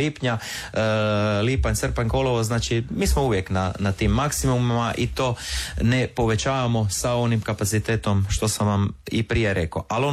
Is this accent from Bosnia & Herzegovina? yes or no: no; Poreč, Istria County, Croatia; Kod nas u Poreču